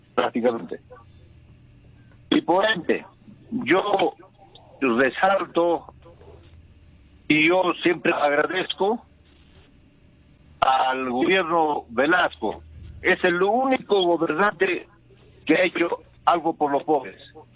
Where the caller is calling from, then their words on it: Sandia, Puno, Peru; con … de Sandia.